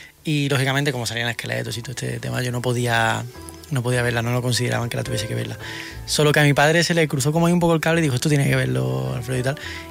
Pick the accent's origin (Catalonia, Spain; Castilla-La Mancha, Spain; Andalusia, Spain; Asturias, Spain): Andalusia, Spain; Baena; born there; mi pueblo, de Baena.